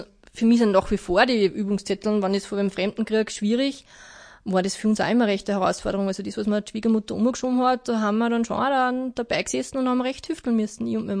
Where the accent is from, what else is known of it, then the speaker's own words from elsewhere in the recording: Upper Austria, Austria; moved away as an adult; now in Mühlviertel, Austria; Ja, ich bin ursprünglich aus dem Hausruckviertel und gar nicht aus Gallnerkirchen. Mich hat die Ausbildung ins Mühlviertel gebracht.